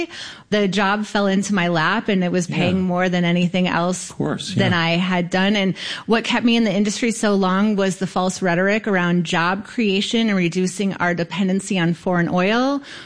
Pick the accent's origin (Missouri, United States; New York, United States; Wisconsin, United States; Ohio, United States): New York, United States; I grew up in Western New York. My mom lived in Buffalo, and my dad lived off the land down towards the Pennsylvania border.